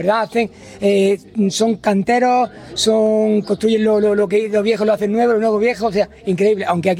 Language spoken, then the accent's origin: Spanish; Alhama de Granada, Andalusia, Spain; born there; yo soy de Alhama, nací en Alhama, aunque he tenido varias etapas de mi vida que he estado en Granada con una tienda de moda, pero siempre he vuelto aquí.